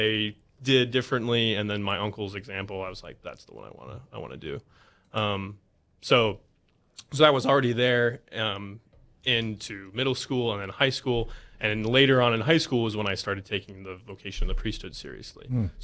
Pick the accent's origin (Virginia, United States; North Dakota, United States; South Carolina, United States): North Dakota, United States; Lakota; also born or lived in Alaska; I grew up in Lakota till I was 12 years old. Then my family moved out of state for a couple years. We actually lived in Alaska, which was amazing adventure.